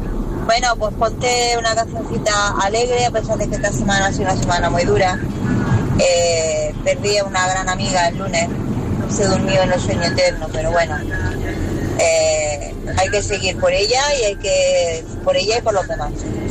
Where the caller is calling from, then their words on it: Almería, Andalusia, Spain; de Almería.